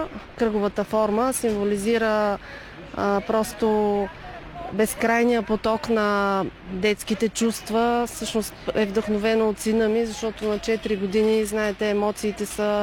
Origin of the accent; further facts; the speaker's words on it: Blagoevgrad, Blagoevgrad Province, Bulgaria; съм от Благоевград.